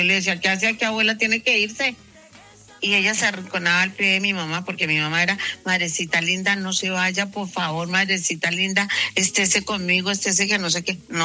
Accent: Colombia; moved away; Ya no estoy allá, pero yo sigo siendo colombiana, hasta que me muera, hasta que esté en mi otra vida, seguiré siendo colombiana porque yo soy colombiana.

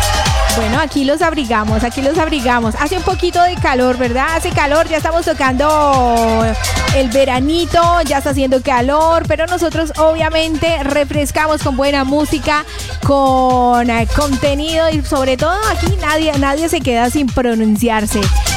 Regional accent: Colombia; now in Spain; como buenos colombianos a veces nos olvidamos

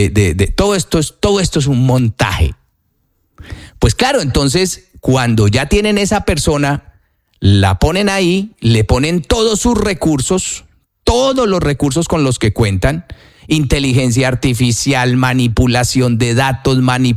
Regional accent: Colombia; somos muy queridos los colombianos

